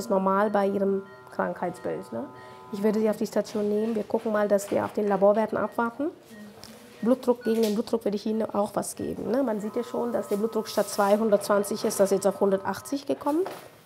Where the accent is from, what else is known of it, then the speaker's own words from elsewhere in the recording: India; now in Bielefeld, Germany; Jetzt tut mir leid, ich bin Inderin. Ich muss Milch haben.